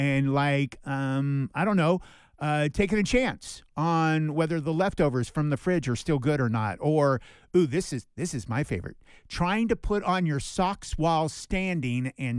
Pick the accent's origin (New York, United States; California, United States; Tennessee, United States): California, United States; I grew up in Southern California